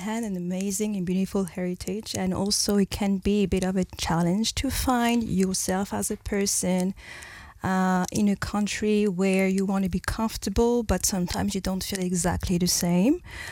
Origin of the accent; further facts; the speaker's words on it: France; now in Luxembourg; being raised in France, I love the French culture.